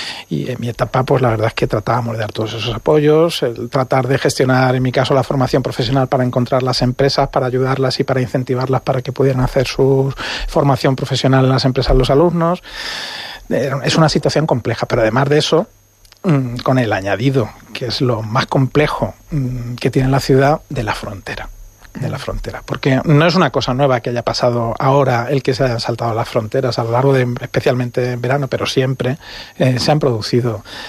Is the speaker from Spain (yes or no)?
yes; Spain; somos españoles, tenemos que dar respuesta como españoles en todas las comunidades autónomas